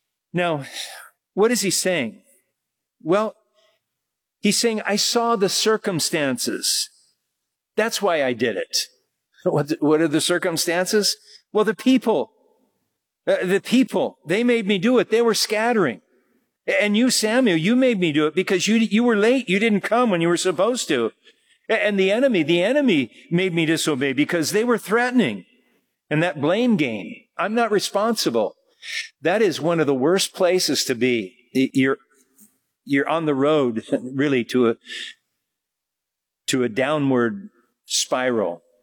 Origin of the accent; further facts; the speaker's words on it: Germany; I'm from Germany in the Autobahn.